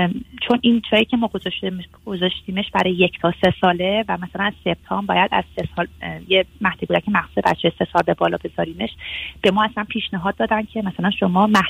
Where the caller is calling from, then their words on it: Germany; ما از آلمان هستیم آقای دکتر.